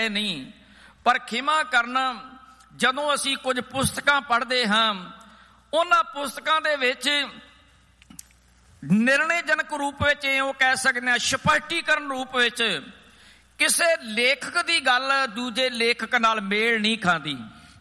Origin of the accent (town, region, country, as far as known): Punjab, India